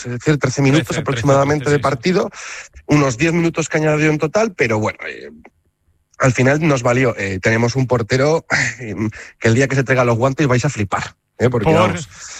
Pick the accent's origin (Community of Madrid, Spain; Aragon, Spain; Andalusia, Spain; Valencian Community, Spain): Aragon, Spain; Zaragoza; yo digo, soy de Zaragoza, yo tengo consistencia al frío, yo nací en el frío